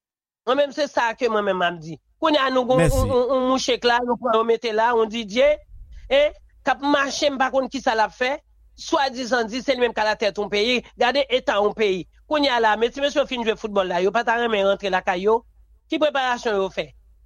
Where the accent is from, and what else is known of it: Haiti